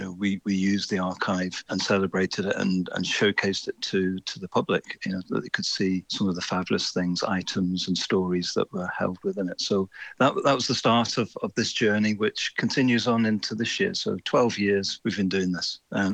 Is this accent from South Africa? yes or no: no; Glasgow, Scotland, United Kingdom; it's amazing to host it again in Glasgow. It's my hometown.